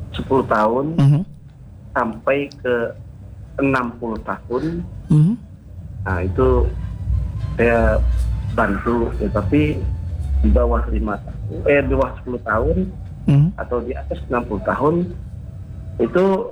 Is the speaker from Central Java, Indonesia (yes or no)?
no; West Kalimantan, Indonesia; Saya berasal dari Kalimantan Barat.